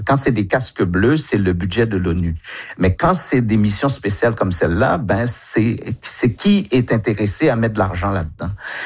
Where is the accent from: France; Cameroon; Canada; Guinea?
Canada; je suis un Canadien, moi aussi, je comprends nos préoccupations comme Canadiens.